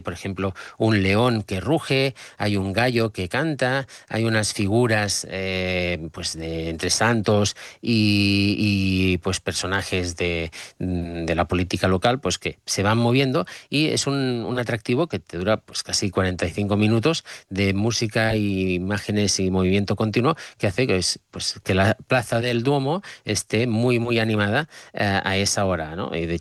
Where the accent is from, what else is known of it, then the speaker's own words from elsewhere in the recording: Catalonia, Spain; a mí como catalán pues me hizo ilusión